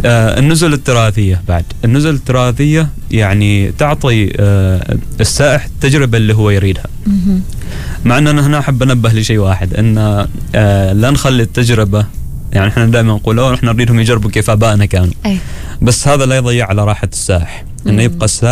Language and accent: Arabic; Oman